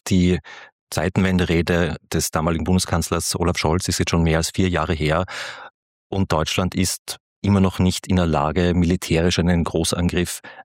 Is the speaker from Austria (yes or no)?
yes; Austria; kommt mir als Österreicher recht bekannt vor.